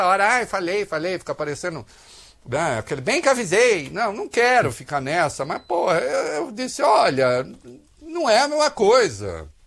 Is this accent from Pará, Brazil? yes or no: no; Dois Córregos, São Paulo, Brazil; moved away; Dois Córregos é a minha terra natal, uma terra de bravos, uma terra de valentes, né? É, gloriosa cidade de 25, 26 mil habitantes.